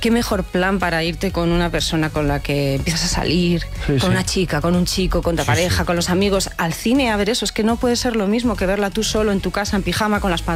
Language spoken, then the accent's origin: Spanish; Santander, Cantabria, Spain; Yo soy de Santander y en Santander habían cerrado muchísimas salas y ahora van a abrir